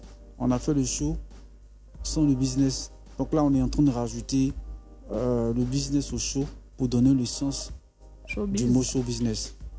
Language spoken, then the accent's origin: French; Bobo-Dioulasso, Hauts-Bassins, Burkina Faso; also born or lived in Yopougon, Abidjan, Côte d'Ivoire; moi, je suis né à Poy, à Yopougon, j'ai grandi à Bobo